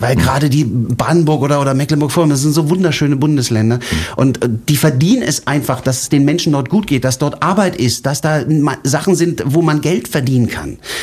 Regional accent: Italy; now in Germany; ich bin Italiener

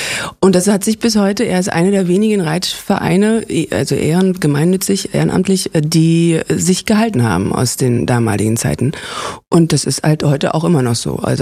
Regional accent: Zossen, Brandenburg, Germany; born there; Andere sagen Paris, ich bin in Zossen geboren.

